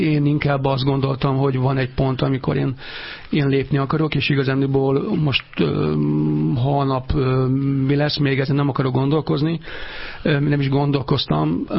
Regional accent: Budapest, Hungary; Én a 11. kerülethez tartom magam, mert én ott születtem, ott jártam iskolába, a Vodába, egyébként meg Erzsébeten laktunk

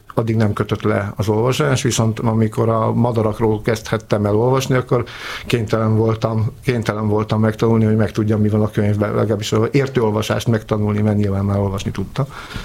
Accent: Budapest, Hungary; én 16. kerületben nőttem föl, akkor az még egy kis szinte falu volt

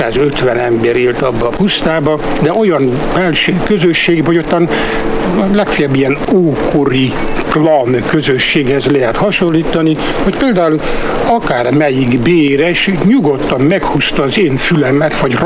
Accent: Tolna, Hungary; Én falutól messze első puszta az, ahol én születtem, Rátszeg, Felső Rátszegre, ez a Simontornya és Sárszentlőrinc között. Ott volt az apám urodalmi főgépész.

